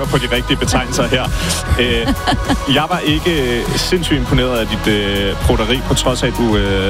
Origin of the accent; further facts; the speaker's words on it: Dragør, Capital Region of Denmark, Denmark; nu er jeg fra Dragør